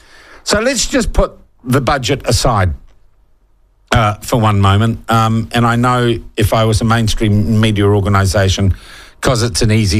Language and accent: English; New Zealand; I myself posted about the sense of loss I felt as a New Zealander at the passing of Jules Top.